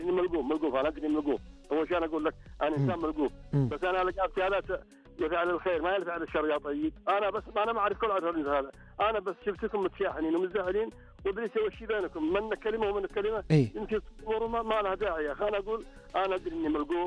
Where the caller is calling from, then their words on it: Taif, Makkah Province, Saudi Arabia; أكلمك من عاصمة البراج الطائف.